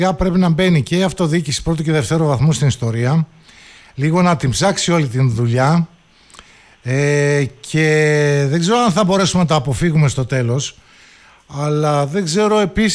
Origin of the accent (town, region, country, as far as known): Kastoria, Western Macedonia, Greece